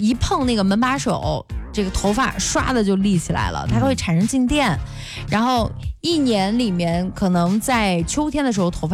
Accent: Henan, China

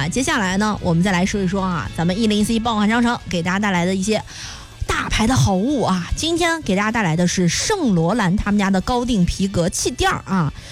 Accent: Jiaozuo, Henan, China; moved away; 我是回到了我的老家焦作

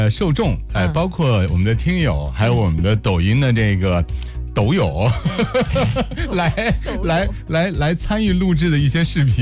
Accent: Northeast China, China; 小时候在东北其实喝的饮料比较多的是大白梨

